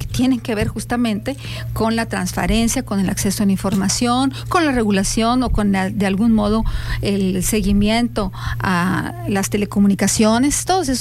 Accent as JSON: {"language": "Spanish", "country": "Mexico", "said": "ya lo habíamos caminado como mexicanos"}